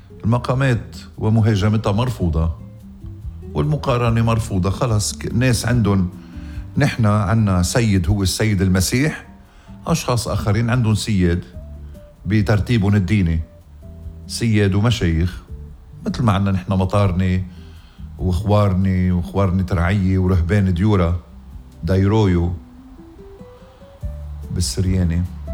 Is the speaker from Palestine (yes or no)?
no; Ghazir, Mount Lebanon, Lebanon; ضيعتي الحلوة غزير